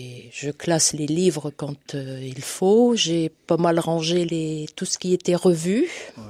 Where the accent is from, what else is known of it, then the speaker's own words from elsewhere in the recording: Mortagne, France; je viens de Mortagne.